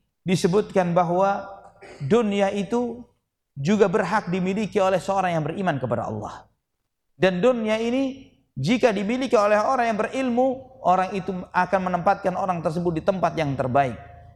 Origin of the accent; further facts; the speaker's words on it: Surabaya, East Java, Indonesia; Saya termasuk sebabnya, saya dari Surabaya.